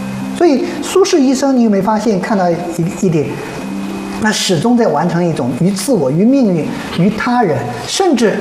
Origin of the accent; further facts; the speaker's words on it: Zhenjiang, Jiangsu, China; 我老家金山寺